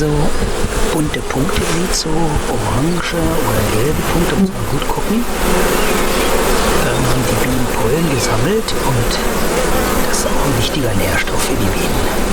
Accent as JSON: {"language": "German", "region": "Saxony-Anhalt", "country": "Germany", "tie": "born or raised there", "said": "Also prinzipiell wohne ich sehr, sehr gerne hier. Ich bin ja in der Altmark geboren und groß geworden."}